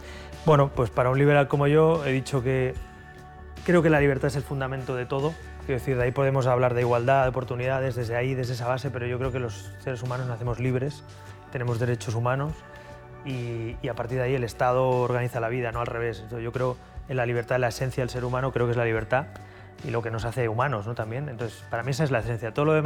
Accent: Catalonia, Spain; Mi tierra, mi casa.

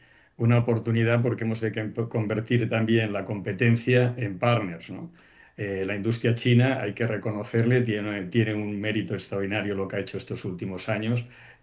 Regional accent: Spain

